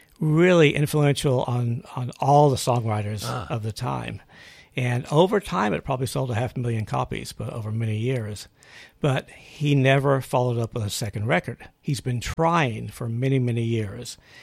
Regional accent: Midland, Texas, United States; I mean, I grew up, I was born in Midland, Texas, Texas.

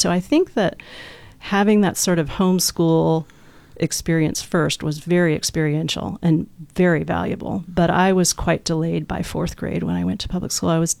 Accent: North Carolina, United States; also born or lived in Knoxville, Tennessee; now in Olympic Peninsula, United States; I was born in Knoxville, Tennessee, and raised briefly in North Carolina, just over the border in the Smoky Mountains, and then basically moved

